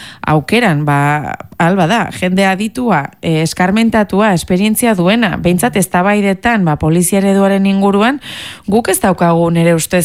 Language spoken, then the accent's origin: Basque; Hendaye, Nouvelle-Aquitaine, France; ni Hendaiarra naiz eta hurbilen daukadan udaltzengoa, ez?